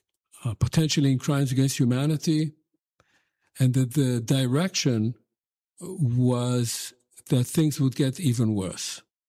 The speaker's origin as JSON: {"language": "English", "town": "Tel Aviv", "region": "Tel Aviv District", "country": "Israel", "tie": "born or raised there", "said": "I grew up first in North Tel Aviv and then in Ramat Aviv, where now the University of Tel Aviv is."}